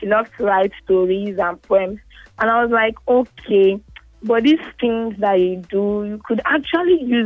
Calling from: Ikorodu, Lagos, Nigeria; I'm calling from Ikorodu.

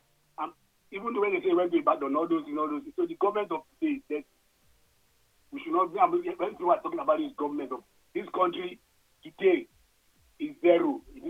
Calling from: Kogi, Nigeria; I'm calling from Coca.

